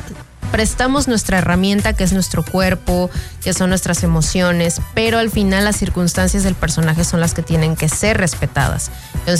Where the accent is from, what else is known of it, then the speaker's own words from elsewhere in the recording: Veracruz, Mexico; como buena veracruzana, pues tengo mucho aguante.